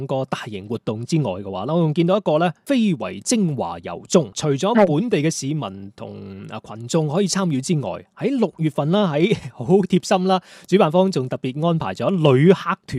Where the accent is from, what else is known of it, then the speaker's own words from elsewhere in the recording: Guangdong, China; 因为讲到食堂，我们广府人喜欢吃，是不是